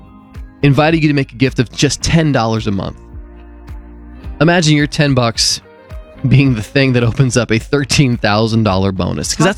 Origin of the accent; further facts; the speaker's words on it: Puerto Rico; moved away; it came from my home country.